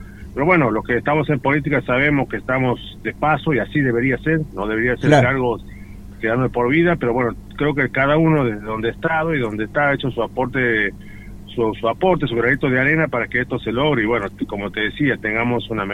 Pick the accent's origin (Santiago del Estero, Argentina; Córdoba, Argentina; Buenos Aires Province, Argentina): Santiago del Estero, Argentina; born there; yo soy nacido en Puesto de Días